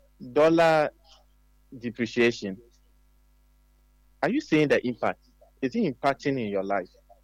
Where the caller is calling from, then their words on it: Volta, Ghana; from Anoga in the Volta region.